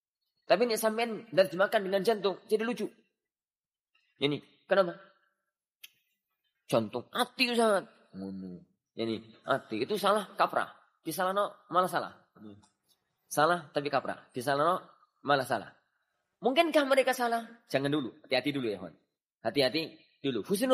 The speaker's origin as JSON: {"language": "Indonesian", "town": "Gresik", "region": "East Java", "country": "Indonesia", "said": "dari mana?\" \"Jawa Timur.\" \"Surabaya?\" \"La ya Syekh, Gresik.\""}